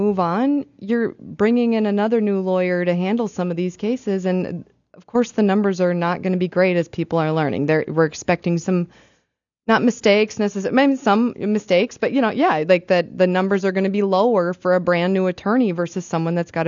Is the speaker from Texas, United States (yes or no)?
no; Moorhead, Minnesota, United States; I'm born and raised in Moorhead. I'm a local kid